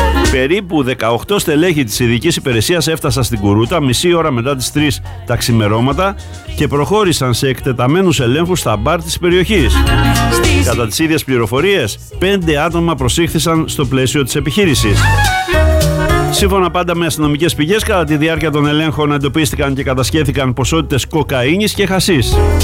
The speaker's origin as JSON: {"language": "Greek", "town": "Kourouta", "region": "Western Greece", "country": "Greece", "tie": "born or raised there", "said": "Κουρούτα, τη μικρή Μύκονο όπως την αναφέρουν. Είναι τα δικά μου μέρη, εκεί που γεννήθηκα"}